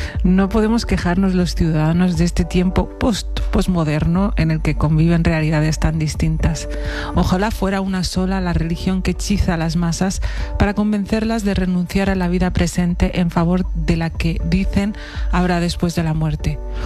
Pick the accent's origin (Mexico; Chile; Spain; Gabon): Spain; muchos españoles no nos sentimos representados en esa retransmisión fervorosa de la visita de un señor que hace cosas tan raras como bendecir ambulancias.